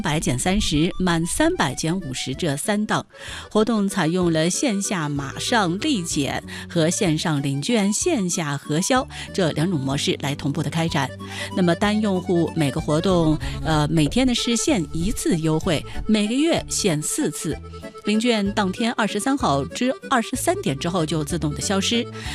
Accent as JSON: {"language": "Chinese", "region": "Yunnan", "country": "China", "said": "春天吃香椿呢，是咱们云南人的一个舌尖的记忆。"}